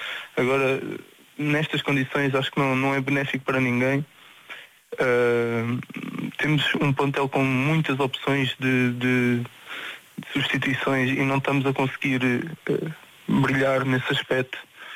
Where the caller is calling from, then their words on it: Portugal; como português e como amante de futebol